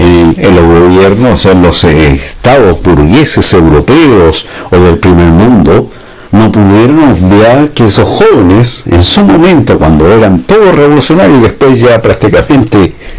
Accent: Argentina

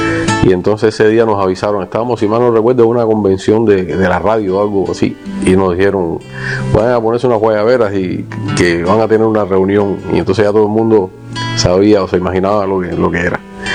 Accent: Cuba; moved away; él dice, ustedes son los cubanos, ¿no? Y digo, sí.

